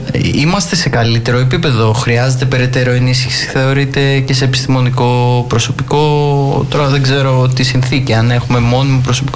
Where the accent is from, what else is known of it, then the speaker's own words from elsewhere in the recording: Kryopigi, Epirus, Greece; εγώ έλεγα την καταγωγή μου από την Κρυοπηγή